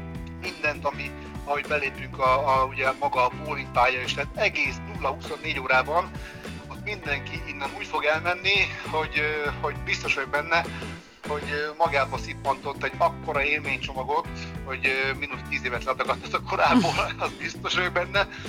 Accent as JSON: {"language": "Hungarian", "country": "Hungary", "said": "magyarok vagyunk"}